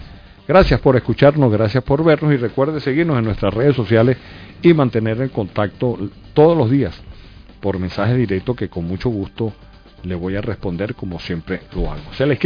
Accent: Venezuela; como venezolano que soy

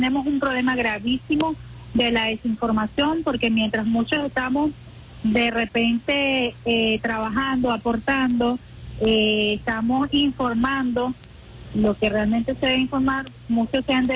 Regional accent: Venezuela; las medidas que nosotros, pues como venezolanos debemos tomar

